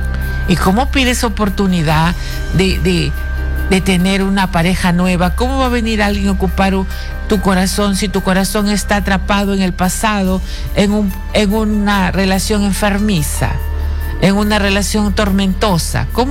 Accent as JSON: {"language": "Spanish", "country": "Peru", "said": "como peruana que soy. Amo a mi país, quiero a mi país"}